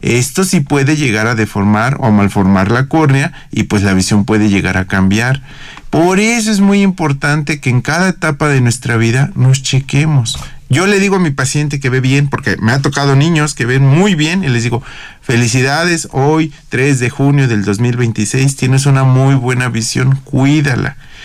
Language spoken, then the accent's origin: Spanish; Mexico